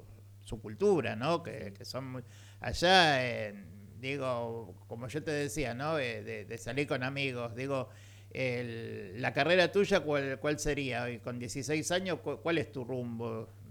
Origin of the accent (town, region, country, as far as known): Argentina